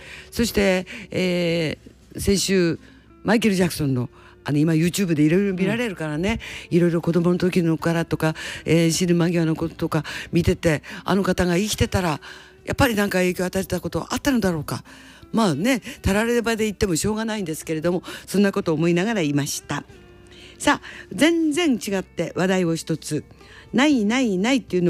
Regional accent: Yamanaka, Ishikawa, Japan; 私は山中出身だから

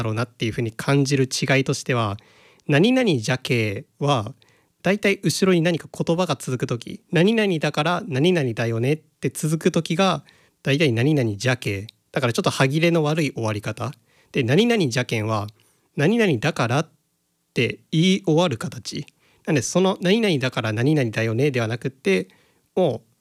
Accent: Okayama, Japan; accent: Okayama dialect

